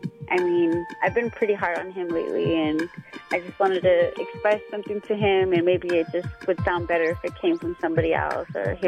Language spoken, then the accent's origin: English; Auburn, California, United States; Hi, I'm from Auburn, California.